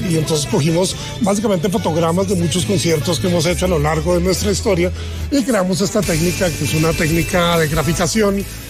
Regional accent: Bogotá, Bogotá D.C., Colombia; es una réplica de lo que somos como capitalinos.

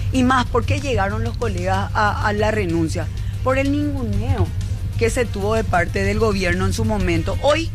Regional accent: Paraguay; Nosotros, como ciudadanos paraguayos, tenemos derecho

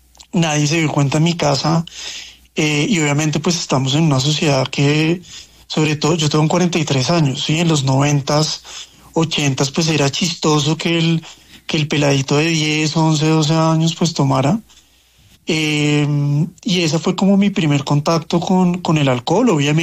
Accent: Bogotá, Colombia

